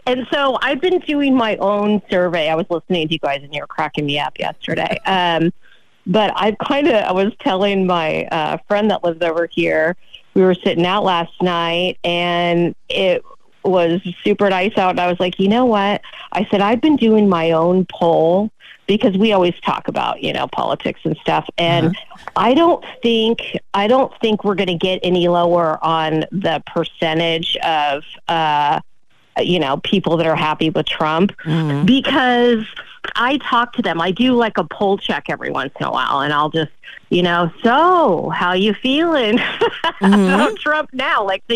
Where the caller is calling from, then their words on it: Martinez, California, United States; I'm from the Bay Area, your old stomping grounds.